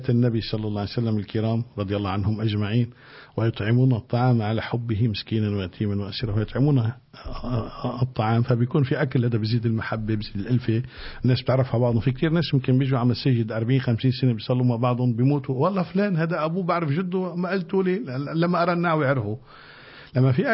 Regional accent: Tripoli, North Governorate, Lebanon; احنا عندنا بطرابلس في شعرة المسجد المنصوري الكبير، احنا كنا صغار وأهلنا يهتموا بهذا الأمر

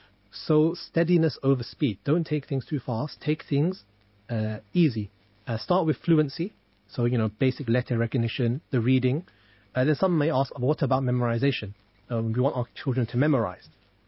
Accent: London, United Kingdom; accent: South London; I'm from South London. We don't say the TH, we say South.

